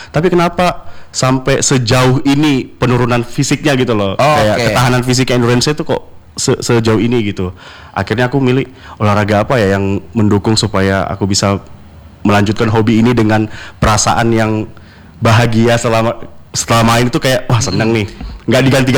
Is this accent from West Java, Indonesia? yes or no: no; Sebuntal, East Kalimantan, Indonesia; Kebetulan saya dari desa Sebuntal di Kecamatan Marangkayu. Memang dari kecil udah main bola.